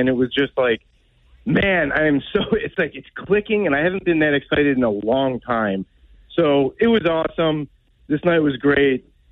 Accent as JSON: {"language": "English", "town": "Cleveland", "region": "Ohio", "country": "United States", "lives_now": "New York, United States", "said": "So, look, yeah, I live in New York. I'm married to a Steelers fan from Pittsburgh. I'm from Cleveland."}